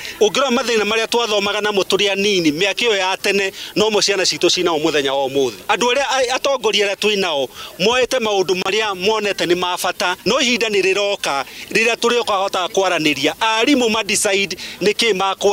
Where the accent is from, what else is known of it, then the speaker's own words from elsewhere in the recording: Kenya; tuwaombi sisi ni wa Kenya kama nyinyi na tunasema jamii zote ziko pale tipis